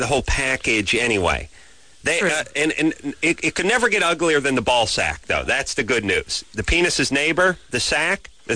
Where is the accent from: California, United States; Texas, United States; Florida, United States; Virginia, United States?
California, United States; the San Fernando Valley; I grew up in the Valley.